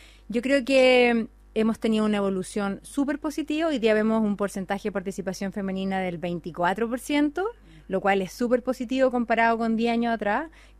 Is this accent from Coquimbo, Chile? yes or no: no; Concepción, Biobío, Chile; moved away as an adult; now in Santiago, Chile; yo la verdad que soy de Concepción